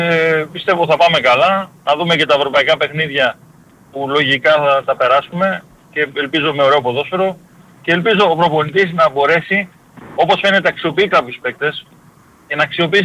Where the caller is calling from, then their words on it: Agioi Anargyroi, Attica, Greece; από Αγίους Αναργύρους.